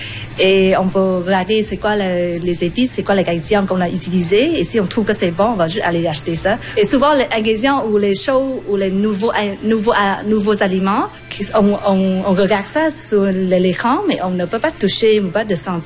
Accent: Vietnam; French is a second language; Je viens de Vietnam.

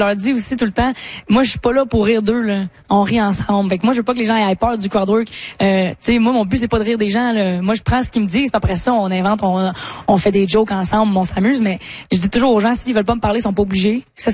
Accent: L'Orignal, Ontario, Canada; now in Montreal, Canada; Je peux dire que c'est un peu ma région, puisque je viens de l'Orignal, dans l'est de l'Ontario. Fait que moi, je considère que rendu Ottawa, Gatineau, c'est ma gang, là. On parle pareil, on se comprend.

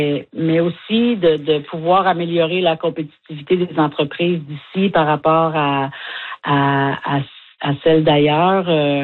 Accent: Quebec, Canada; Moi, je viens du Québec.

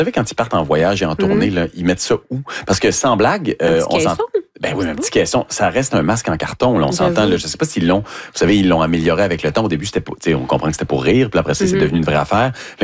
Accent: Quebec, Canada; Vous savez, je viens du Saguenay-Lac-Saint-Jean

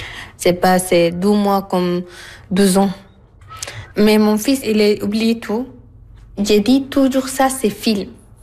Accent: Sudan; French is a second language; moved away as an adult; also born or lived in Libya; j'ai 33 ans, je viens du Soudan, je suis allée à Libye, après on continue jusqu'à Italie.

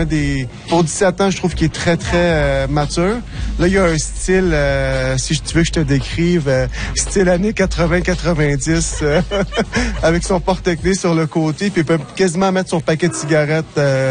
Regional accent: Verdun, Quebec, Canada; J'ai grandi dans Verdun. Je connais les difficultés que les Verdunois ou que les jeunes y ont eu.

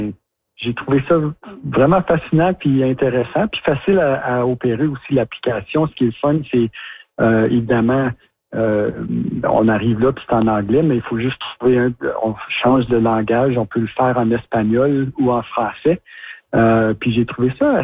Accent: North Bay, Ontario, Canada; moi, j'ai grandi à North Bay

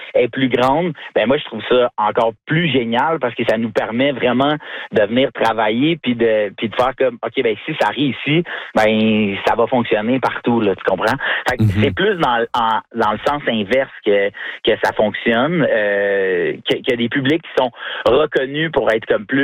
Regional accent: Laval, Quebec, Canada; Je viens de Laval, puis je nous connais.

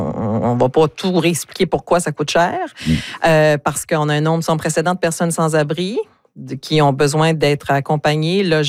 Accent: New Brunswick, Canada; Fait écho aux réalités qu'on vit chez nous au Nouveau-Brunswick.

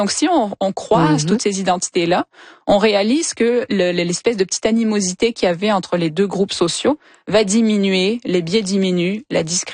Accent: Montreal, Quebec, Canada; Si je suis ici à Montréal, je vais dire que je suis peut-être du Sud-Ouest. Si je me promène en Ontario, ben je vais affirmer que je suis québécoise.

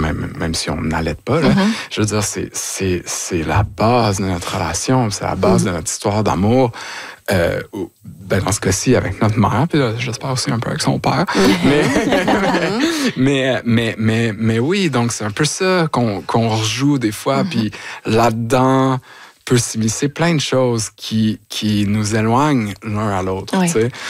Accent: Vaudreuil-Soulanges, Quebec, Canada; moi, je suis retournée dans ma région natale, c'est-à-dire Vaudreuil-Soulanges.

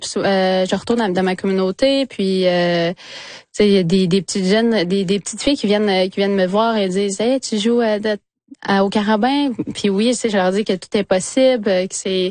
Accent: Quebec, Canada; born there; also born or lived in Trois-Rivières, Quebec; now in Montreal, Canada; J'ai grandi un peu... en ville et un peu à Wimontashi, justement. J'ai grandi à Trois-Rivières

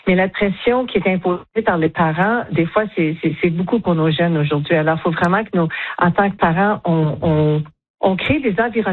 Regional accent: Canada; en tant que Canadienne

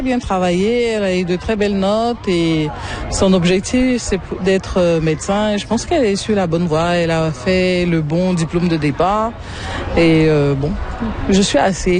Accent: Abidjan, Côte d’Ivoire; Je suis venue de Côte d'Ivoire, d'Abidjan plus précisément, pour soutenir ma fille

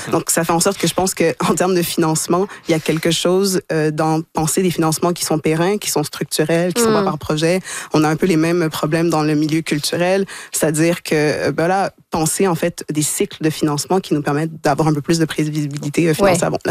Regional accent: Port-au-Prince, Haiti; born there; Moi, je suis née à Port-au-Prince, j'ai grandi ici.

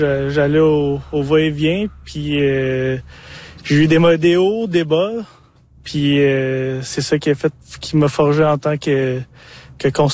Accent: Gatineau, Quebec, Canada; moi, quand j'étais jeune, je vivais à Gatineau, puis les montgolfières, ils étaient ça à la ferme de nos mes grands-parents.

